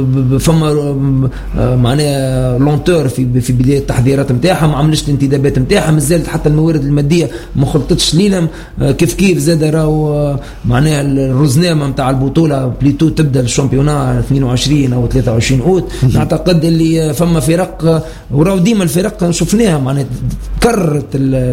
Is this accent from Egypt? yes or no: no; Tunisia; احنا كشعب تونسي